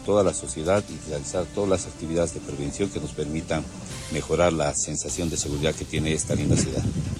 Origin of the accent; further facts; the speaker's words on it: Potosí, Bolivia; Yo soy potosino de origen y he nacido muy cerca de acá, de la ciudad de, de Oruro